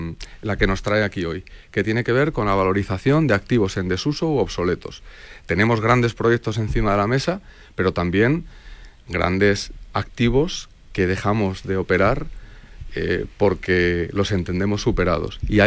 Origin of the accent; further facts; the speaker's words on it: Puertollano, Castilla-La Mancha, Spain; Sines en Portugal y Puerto Llano, que creo que es el que me he dejado, que es de donde yo vengo